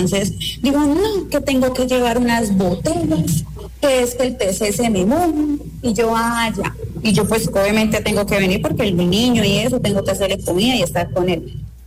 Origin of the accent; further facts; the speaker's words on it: Cúcuta, Norte de Santander, Colombia; Yo soy de Cúcuta.